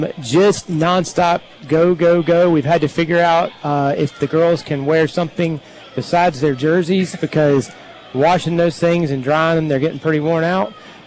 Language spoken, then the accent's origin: English; Rowan County, North Carolina, United States; now in Clayton, United States; So I'm from Rowan County, where Little League has reigned supreme for a long time, and softball really took off in the last 10, 15 years.